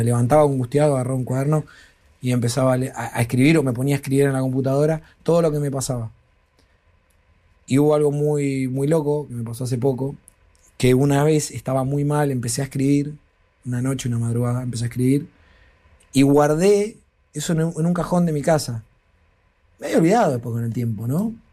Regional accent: La Plata, Buenos Aires Province, Argentina; also born or lived in Tolosa; Porque yo vengo de ahí. Yo no nací en Recoleta. Yo nací en el barrio 19 de febrero de Villa Elvira. En realidad me crié ahí. Nací en Tolosa, en otro barrio en Rinquelé, picante.

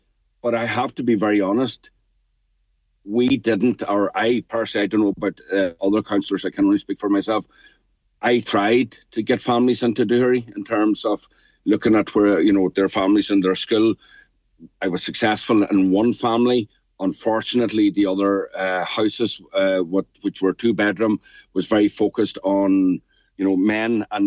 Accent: County Monaghan, Ireland; I'm from Monaghan, or close to it

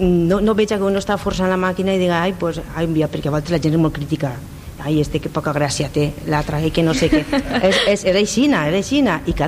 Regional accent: Bèlgida, Valencian Community, Spain; I van dir, pues, si som de Bèlgida, Bèlgidaves, perquè érem xiques

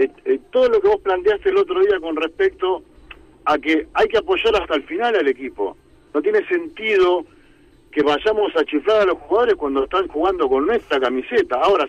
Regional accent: Lomas de Zamora, Buenos Aires Province, Argentina; Soy de Loma de Zamora.

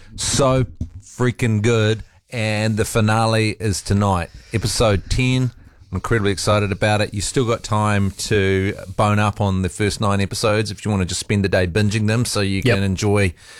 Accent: Otago, New Zealand; even though I'm from Otago, he won.

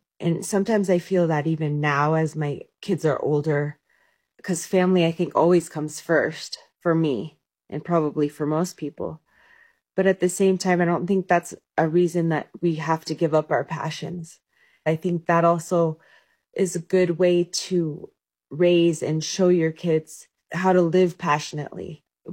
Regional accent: Colorado, United States; I grew up in Colorado. I was born to a ski shop owner named Buzz. I grew up basically with skis on my feet.

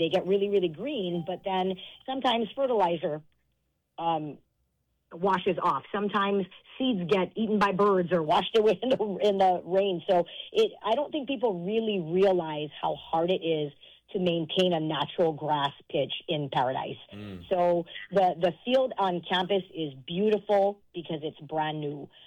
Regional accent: Hawaii, United States; born there; as a Kamehameha girl myself, and a proud 13-year lifer

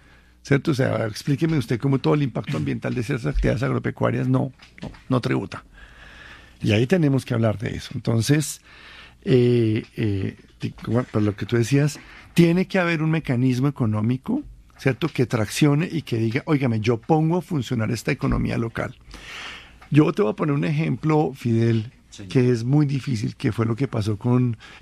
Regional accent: Colombia

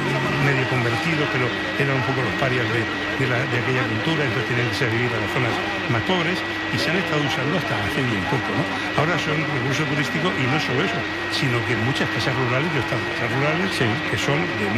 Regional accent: Region of Murcia, Spain; Es que no hablo catalán valenciano y encima soy de Murcia, que como las S, ¿no?

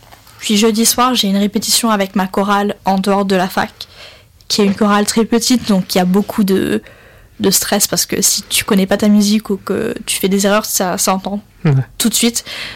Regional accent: Lyon, Auvergne-Rhône-Alpes, France; born there; ma famille, elle est chocolatine. Elle est de Toulouse et de la Corse, donc c'est très chocolatine. Mais je suis née à Lyon et j'habitais là-bas, donc là, c'était pain au chocolat.

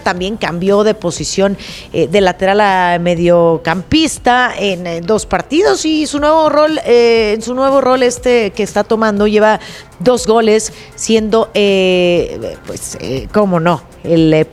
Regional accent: Guadalajara, Jalisco, Mexico; es momento de irnos hasta la Perla Tapatía, mi tierra bonita, querida, donde hoy la selección mexicana tendrá su segundo duelo ante la selección de Corea

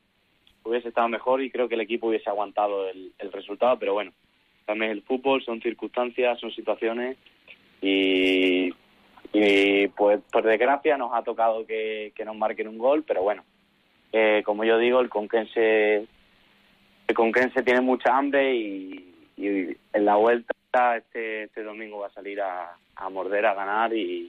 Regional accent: Andalusia, Spain; yo creo que también pues el ir como a mi tierra un poco, Andalucía, pues me ha dado como esa inspiración para marcar el gol

